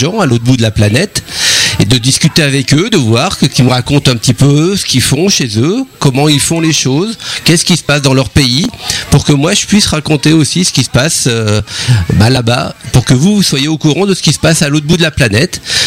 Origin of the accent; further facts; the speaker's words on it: Rugles, Normandy, France; Donc j'habite à Rugles, donc je suis un enfant du pays, un enfant de Normandie